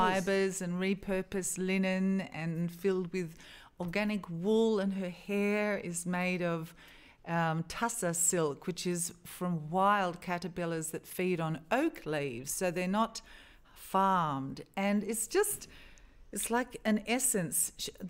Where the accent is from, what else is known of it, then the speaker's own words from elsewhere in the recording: Australia; born there; I am here, I was born in Australia